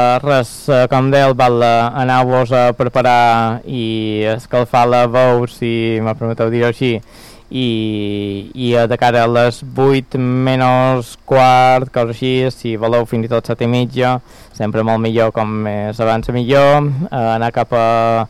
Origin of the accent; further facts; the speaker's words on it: Mallorca, Balearic Islands, Spain; som mallorquins, som d'aquí